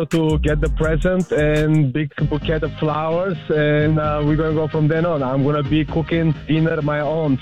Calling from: Atlanta, Georgia, United States; I'm from Atlanta, Georgia.

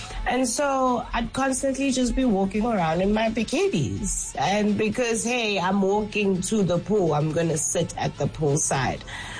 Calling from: Fourways, Gauteng, South Africa; I'm here from Four Ways.

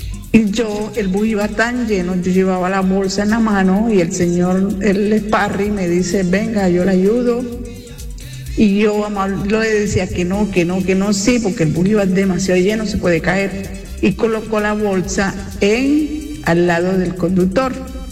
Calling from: Arjona, Bolívar, Colombia; de Arjona Bolívar.

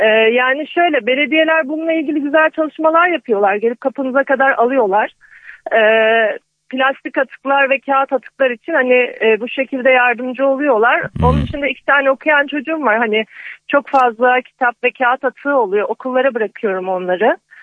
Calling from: Istanbul, Turkey; Maltepe'den.

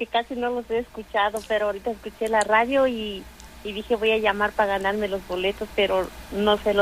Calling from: Santa María Tindú, Oaxaca, Mexico; Soy de Santa María Tindú.

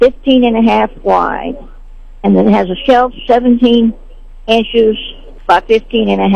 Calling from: Sedalia, Missouri, United States; I'm calling from Sedalia

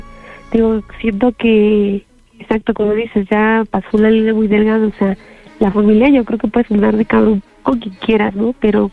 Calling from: Mexico City, Mexico; Sí, de Iztapalapa.

